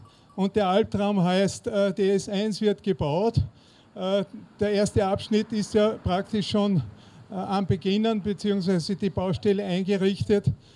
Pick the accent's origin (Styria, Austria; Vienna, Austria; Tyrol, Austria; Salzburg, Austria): Vienna, Austria; Essling; Hallo, ich bin aus Essling, bin Biologe